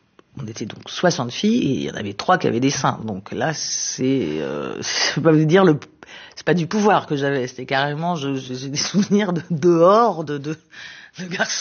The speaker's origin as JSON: {"language": "French", "town": "Sarcelles", "region": "Île-de-France", "country": "France", "said": "Et je venais de Sarcelles qui était tout blanc, tout moderne."}